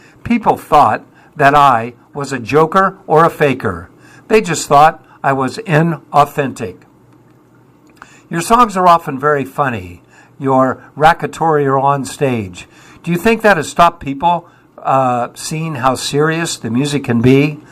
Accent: England, United Kingdom; now in United States; I am very English, although I may have been rewired now internally as an American.

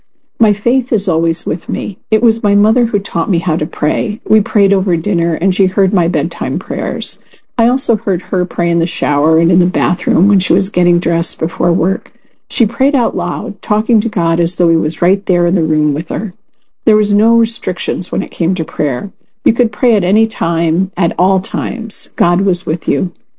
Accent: England, United Kingdom; now in United States; All of that can be found in the history books I read as a child growing up in England. My mother had immigrated there from Nigeria.

